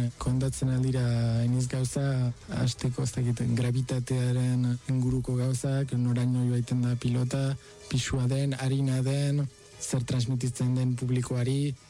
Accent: Vitoria-Gasteiz, Basque Country, Spain; unibertsitate garaia bukatu eta berriz sorterrira itzuli nintzen, Gasteizera, eta han ezagutu nuen elkarte bat

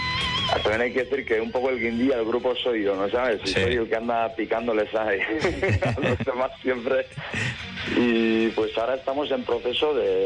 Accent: Oñati, Basque Country, Spain; somos cinco colegas de Oñati.

